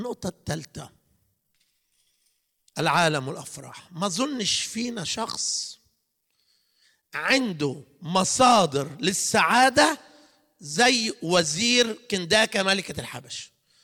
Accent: Egypt; now in Netherlands; انا مصري وابويا مصري

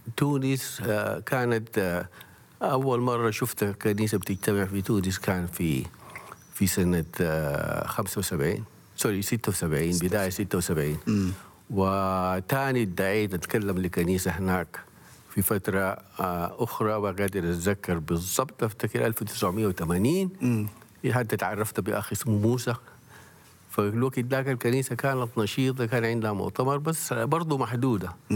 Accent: Sudan; فنحن عندنا مسؤولية كسودانيين

